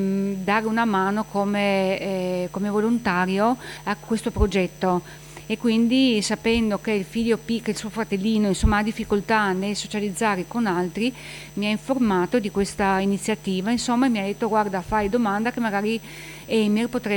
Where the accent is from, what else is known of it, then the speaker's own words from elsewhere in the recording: Opicina, Friuli-Venezia Giulia, Italy; sono di Opicina